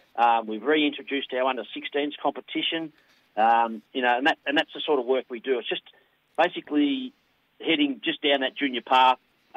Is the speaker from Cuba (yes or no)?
no; Churchill, Victoria, Australia; born there; also born or lived in Shepparton / Yallourn; now in Yinnar, Australia; Yeah, we moved here from Shepparton in about 1970-odd when my dad worked at the Monash, Gippsland Institute of Advanced Education when it was in Yallourn back in the day. And then we moved to Churchill in the early 70s. So, and I've moved to Yanar, so I haven't gone far.